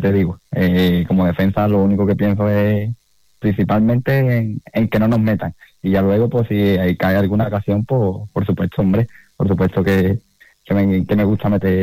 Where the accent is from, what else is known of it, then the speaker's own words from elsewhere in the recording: Arcos de la Frontera, Andalusia, Spain; el equipo de mi pueblo